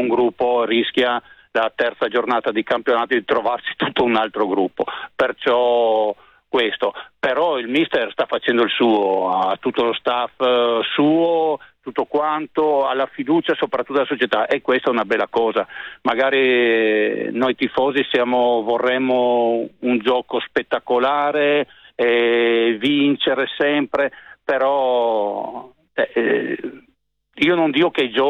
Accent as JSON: {"language": "Italian", "region": "Friuli-Venezia Giulia", "country": "Italy", "said": "io sono friulano"}